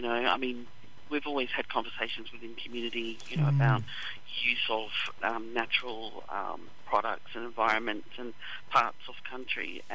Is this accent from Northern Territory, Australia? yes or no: yes; Northern Territory, Australia; I'm Larrakia Waterman from the Northern Territory side and Gurradjuri on my father's side in Western Australia.